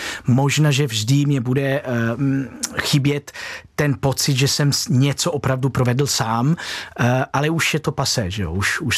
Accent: Italy; now in Czech Republic; jsem vyrostl v Itálii, kde moje jméno bylo pouze divný.

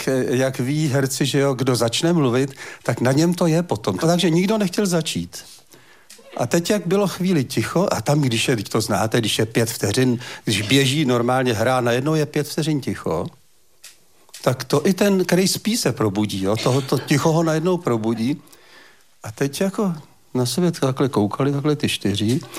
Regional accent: Plzeň, Plzeň Region, Czechia; já jsem z Plzně a tam dlím, tam svůj život jako utrácím

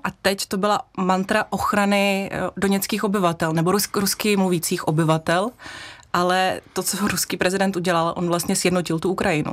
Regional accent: Kazakhstan; když si vysvětlíme, že jsem původem z Kazachstánu, že jsem česká novinářka, tak většinou je to v pohodě.

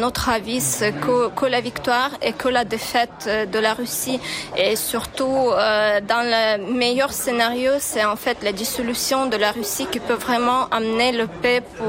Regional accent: Ukraine; je suis ukrainienne

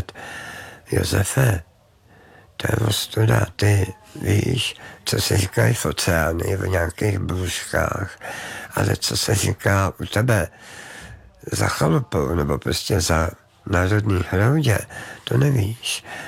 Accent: Cheb, Karlovy Vary Region, Czechia; Já jsem z Chebu, takže a jezdil jsem tam v létě s maminkou a v zimě s plzeňským strýcem lyžovat.

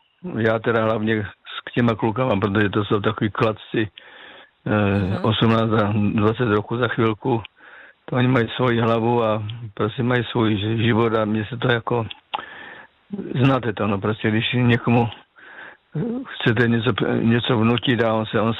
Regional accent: Moravian Slovakia, Czechia

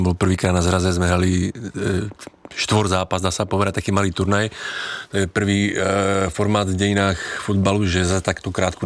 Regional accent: Slovakia; now in Czechia

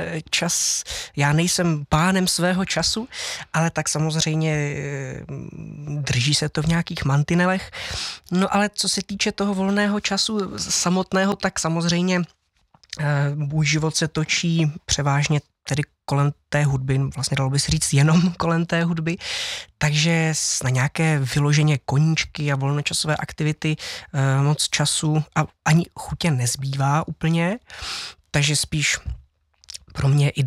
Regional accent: Kroměříž, Zlín Region, Czechia; No já se vracím do Kroměříže, tak je to můj domov, je to, kam mě srdce úplně nejvíc táhne

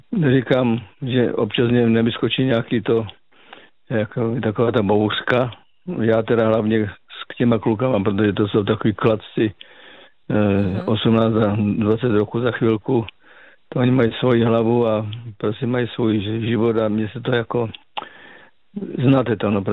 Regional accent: Moravian Slovakia, Czechia; moved away; já pocházím z Moravského Slovácka a tam jsme vlastně byli tři generace, babičky, rodiče a my kluci jako, takže tam to bylo taky takové, no tak to bylo takové, jak se říká, dědina, tam znal každý každého

